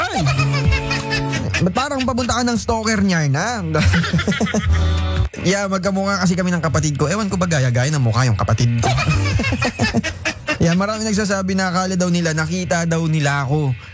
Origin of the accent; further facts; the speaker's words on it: San Isidro, Cagayan Valley, Philippines; taga San Isidro po ako, kaysa San Isidro, Isabela.